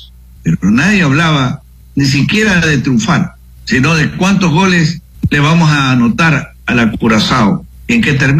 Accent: Ecuador; Porque así somos los ecuatorianos.

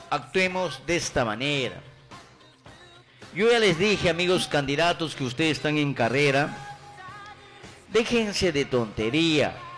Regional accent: Haiti; persona haitiano y al mismo tiempo comunicador social, con orgullo lo digo, con dignidad, se merece mi pueblo el respeto

